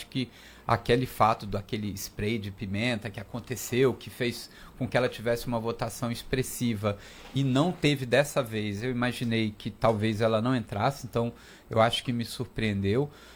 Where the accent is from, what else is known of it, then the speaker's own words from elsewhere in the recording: Minas Gerais, Brazil; Eu sou mineiro